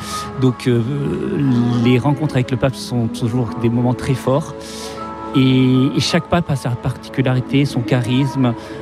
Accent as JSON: {"language": "French", "region": "Nouvelle-Aquitaine", "country": "France", "said": "On arrive d'un petit village pas très loin de Pau. Donc on est dans une terre où on est familier de la Vierge Marie, notamment de Lourdes, qui est en grande affection chez nous."}